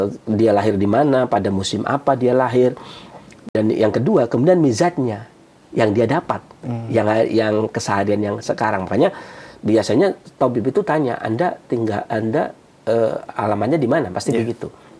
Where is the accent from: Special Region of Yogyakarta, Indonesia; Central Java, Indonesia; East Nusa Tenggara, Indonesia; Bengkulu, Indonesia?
Central Java, Indonesia; Pemalang; born there; also born or lived in Cilacap; now in Bekasi, Indonesia; kayak misalkan saya lahir di Pemalang, maka tabiat saya adalah tabiat Pemalang. Setelah itu kemudian saya tinggal di agak lama 5 tahun lebih di Cilacap